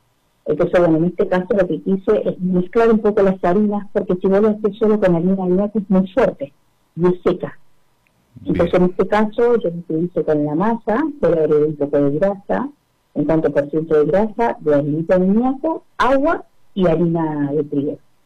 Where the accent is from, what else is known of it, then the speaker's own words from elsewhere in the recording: Zapala, Neuquén, Argentina; yo pertenezco a Zapala, estoy en Moreno, a 20 kilómetros de Zapala.